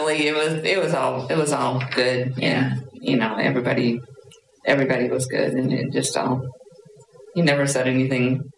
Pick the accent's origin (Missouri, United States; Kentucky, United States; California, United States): Missouri, United States; born there; also born or lived in Memphis, United States; No, I was born down in Missouri.